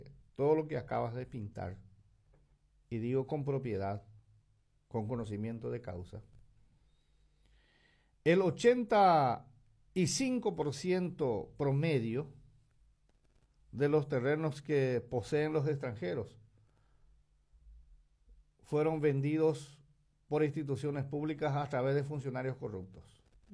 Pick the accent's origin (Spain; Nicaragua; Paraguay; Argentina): Paraguay